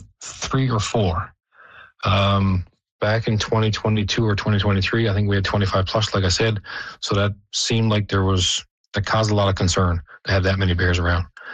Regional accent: Black Tickle, Newfoundland and Labrador, Canada; I grew up in Blacktickle, so, I mean, I can remember once going into my uncle's house and just getting in through the door and the polar bear walked past the door.

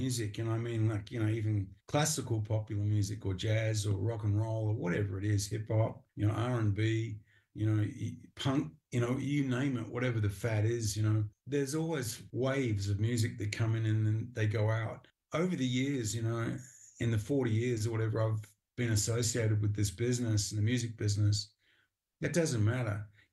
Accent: Perth, Western Australia, Australia; as a little kid growing up in Perth in Western Australia

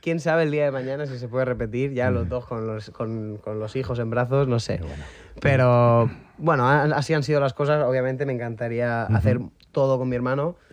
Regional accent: Valencian Community, Spain; sobre el papel soy valenciano, pero un valenciano es aquel de Valencia, ¿vale?

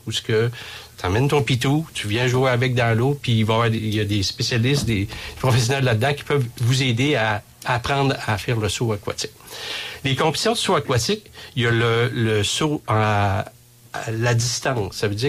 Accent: Quebec, Canada; Mais nous, on est Québécois, on a transformé

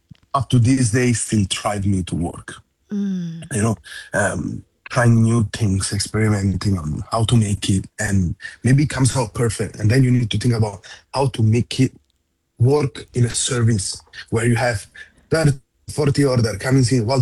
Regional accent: Genoa, Liguria, Italy; now in Singapore; In my hometown is Genova.

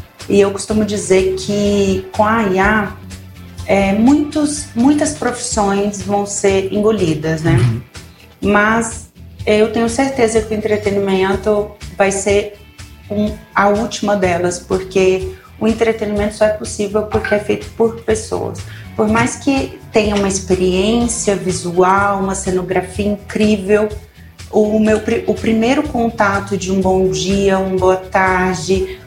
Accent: Goiânia, Goiás, Brazil; born there; moved away as an adult; now in Brasília, Brazil; nasci em Goiânia, tenho uma mãe incrível, dois irmãos. Eu sou do meio, vim para Brasília com 23 anos, amo a cidade, se tornou minha cidade, meu lar.

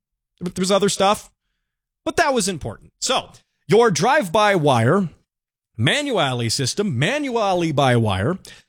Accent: United States; as an upstanding American citizen

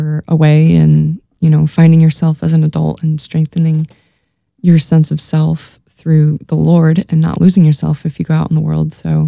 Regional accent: Illinois, United States; also born or lived in Milwaukee / Ohio; I grew up like around the Midwest. I was born in Milwaukee, but we mainly lived in Illinois, moved to Ohio, and back in Illinois for most of my life.

